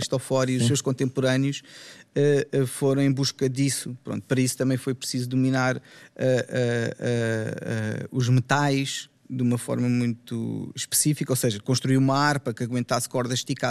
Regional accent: Portugal; born there; eu nasci na Europa, no caso em Portugal

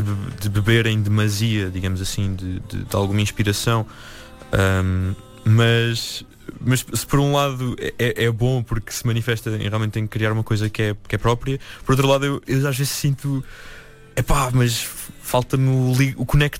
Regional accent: Massamá, Lisbon, Portugal; moved away as an adult; also born or lived in London; now in Lisbon, Portugal; Agora vivo em Lisboa mesmo. Mas sou de Massamá, cresci em Massamá. Portanto, linha de Sintra foi a minha experiência a crescer.

